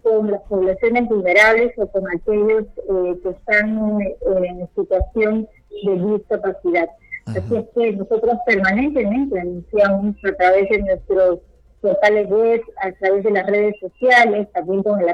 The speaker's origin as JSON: {"language": "Spanish", "country": "Peru", "said": "los peruanos"}